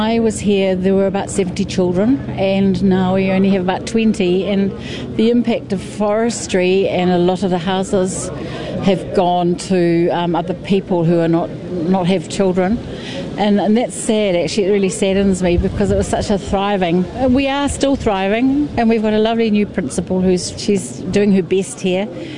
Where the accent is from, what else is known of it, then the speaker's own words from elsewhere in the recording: Auckland, New Zealand; now in Tinui, New Zealand; I was brought up in Auckland